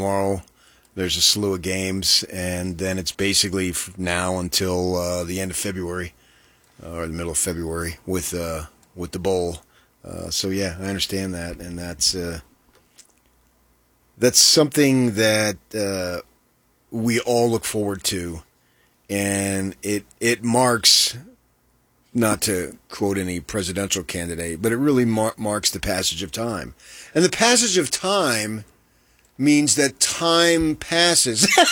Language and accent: English; United States; I haven't lived anyplace else.